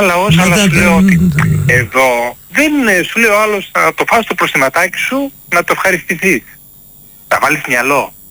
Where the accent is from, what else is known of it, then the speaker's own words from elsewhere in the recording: Greece; now in Germany; εγώ τους Έλληνες και τέτοιο, και το λαό μου, δηλαδή την πατρίδα μου